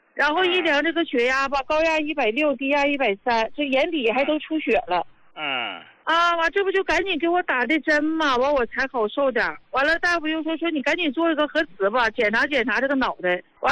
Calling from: Dandong, Liaoning, China; 我是丹东的一名患者

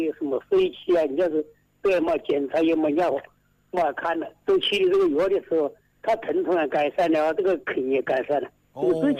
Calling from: Hanchuan, Hubei, China; 我是汉川的，我陈湖。

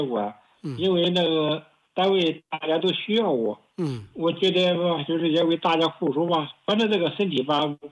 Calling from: Zhoukou, Henan, China; 我是河南的。

